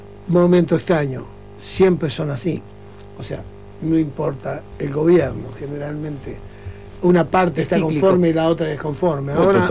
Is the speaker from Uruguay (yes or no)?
yes; Uruguay; Soy un vecino más, muy feliz de estar acá y muy feliz de estar en mi país, en Uruguay.